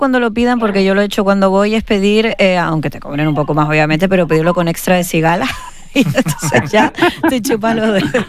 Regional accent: Los Cristianos, Canary Islands, Spain; me voy a ir a mi pueblo, a Los Cristianos

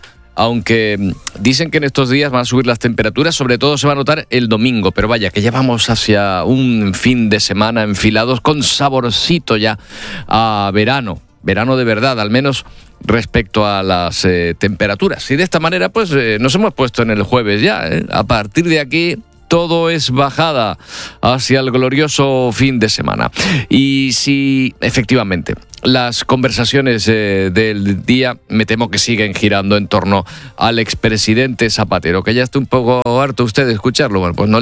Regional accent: Canary Islands, Spain; No somos en Canarias un bloque uniforme

